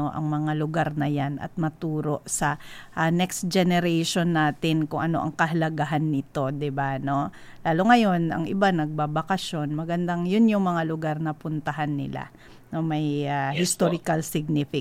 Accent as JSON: {"language": "Tagalog", "region": "Mindanao", "country": "Philippines", "said": "Dito sa amin sa Mindanao ang kilala si Sultan Kudarat, no?"}